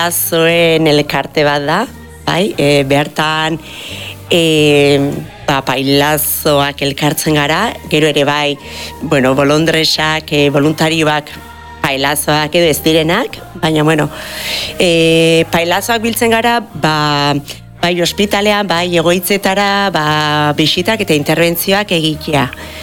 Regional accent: Errenteria, Basque Country, Spain; ni horretakoa, errenteikoa naz.

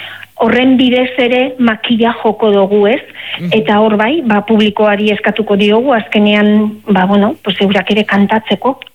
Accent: Basque Country, Spain; bizkaitarra naiz

